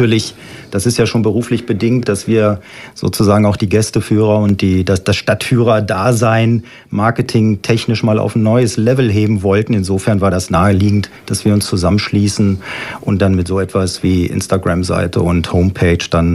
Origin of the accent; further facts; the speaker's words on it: Braunschweig, Lower Saxony, Germany; wir sind fast gleich alt, ich bin ein bisschen jünger, 58 Jahre alt, bin gebürtiger Braunschweiger